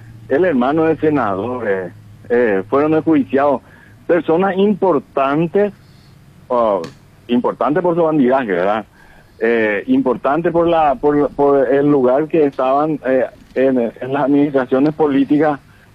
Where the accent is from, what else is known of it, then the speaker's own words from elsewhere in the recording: Presidente Franco, Alto Paraná, Paraguay; Yo nací en Franco, acá yo me crié.